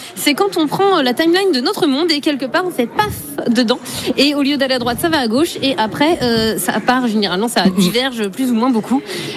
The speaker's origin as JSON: {"language": "French", "region": "Brittany", "country": "France", "said": "c'est ma culture vu que je suis bretonne. Donc c'est sûr que c'est ma culture de base. J'ai grandi dedans"}